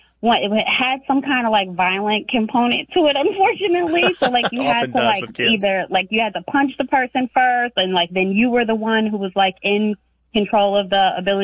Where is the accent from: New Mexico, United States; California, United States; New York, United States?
New York, United States; And I grew up in Long Island, so.